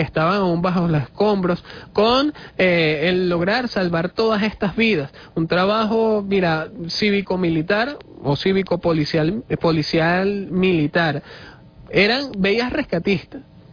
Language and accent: Spanish; Venezuela